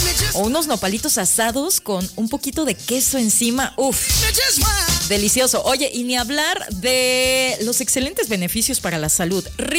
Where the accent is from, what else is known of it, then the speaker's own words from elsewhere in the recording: Mexico; nos representa como mexicanos, que nos da una identidad nacional